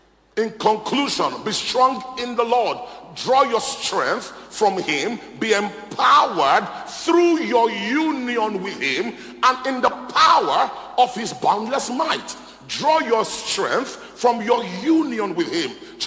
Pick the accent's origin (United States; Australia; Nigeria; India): Nigeria; My wife is an American. I am Nigerian.